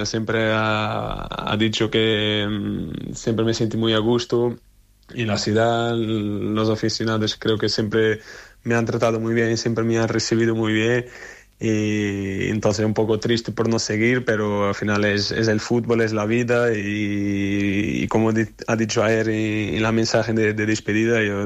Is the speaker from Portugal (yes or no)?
yes; Lisbon, Portugal; moved away; Soy de Lisboa.